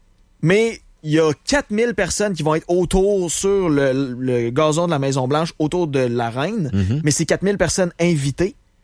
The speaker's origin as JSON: {"language": "French", "country": "Canada", "said": "vu qu'on est des Canadiens, ben, nous autres, on se fait mettre dans..."}